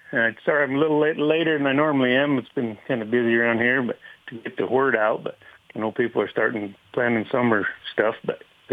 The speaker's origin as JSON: {"language": "English", "town": "Whitman", "country": "United States", "tie": "born or raised there", "said": "I grew up in Whitman"}